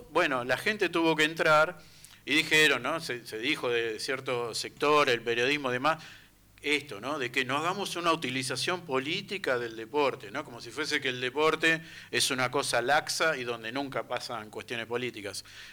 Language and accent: Spanish; Argentina